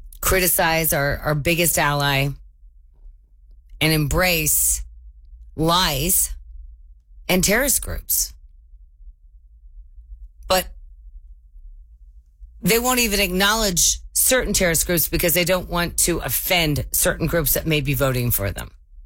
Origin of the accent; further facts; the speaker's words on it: Kansas, United States; I grew up here in Kansas, always been a red state.